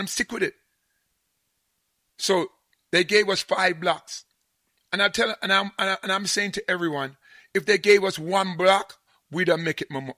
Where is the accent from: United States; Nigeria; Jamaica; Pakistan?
Jamaica; because I'm Jamaican or English Jamaican